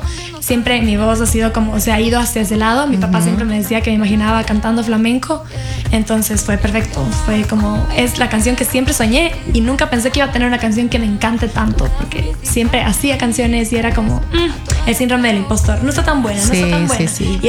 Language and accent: Spanish; Cuenca, Azuay, Ecuador; soy de Cuenca, soy de Ecuador